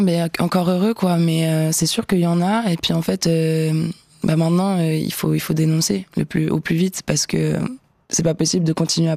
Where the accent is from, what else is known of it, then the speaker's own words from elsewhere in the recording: Switzerland; il y a eu beaucoup d'ITV où je dis que je suis suisse, que je suis là pour la Suisse aussi